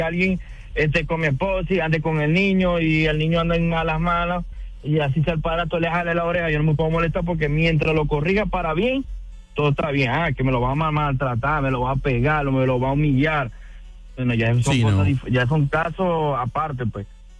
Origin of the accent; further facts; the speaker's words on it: Maracaibo, Zulia, Venezuela; born there; Sí, yo nací en Maracaibo, okay. Pero mi familia es de Riohacha, La Guajira.